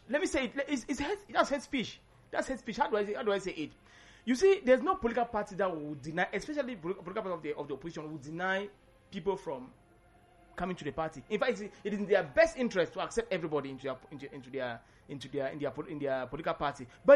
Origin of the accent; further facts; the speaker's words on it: Kumba, Southwest Region, Cameroon; born there; also born or lived in West Region, Cameroon; now in Yaoundé, Cameroon; I was born in Kumba, but I hear from the grassfield. I hear from the West Region.